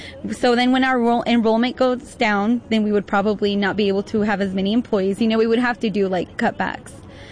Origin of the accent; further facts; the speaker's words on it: Liberal, Kansas, United States; also born or lived in Juárez, Mexico; I was born in Juarez. I was brought as a baby when I was 2 years old to Liberal, Kansas. So I actually was undocumented for a very long time until I was able to finally gain legalization.